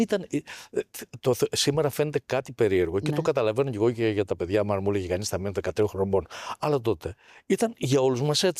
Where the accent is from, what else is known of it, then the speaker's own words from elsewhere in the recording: Peloponnese, Greece; Μεγάλωσα στο Μάνερ Αρκαδίας καταρχάς.